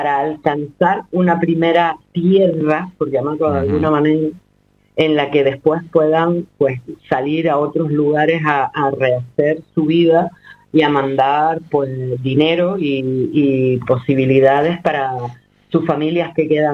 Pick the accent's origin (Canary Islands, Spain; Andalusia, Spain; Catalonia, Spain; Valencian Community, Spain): Canary Islands, Spain; tenemos el Frontex en nuestras islas